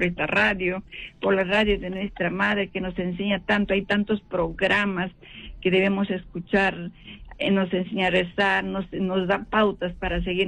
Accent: Chachapoyas, Amazonas, Peru; now in Lima, Peru; Entonces yo siempre quería, y todavía está en provincia, yo soy de Chachapoyas. Entonces, decía yo, cuando vaya a Lima, tengo que llegar a Rayo María

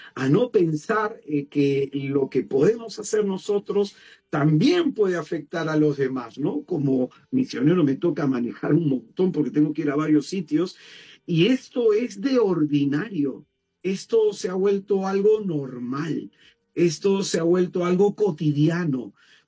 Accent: Peru; uno como peruano

